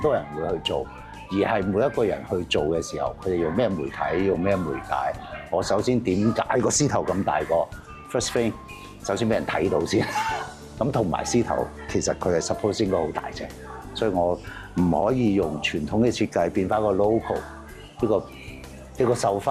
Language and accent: Cantonese; Lingnan, China; 我哋南方人也好啊，嶺南人也好啊